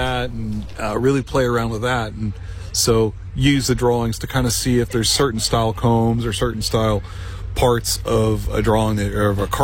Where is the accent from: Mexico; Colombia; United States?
United States; St. Joseph, Missouri; also born or lived in Dearborn, Missouri / Maryville, Missouri; I'm from a little town called Dearborn, Missouri. But I am from Kansas City area. Grew up in St. Joe and went to college in Maryville.